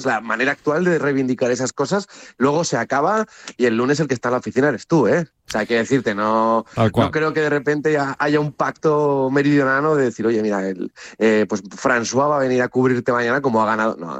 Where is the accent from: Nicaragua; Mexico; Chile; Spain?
Spain; O sea, no soy un español promedio.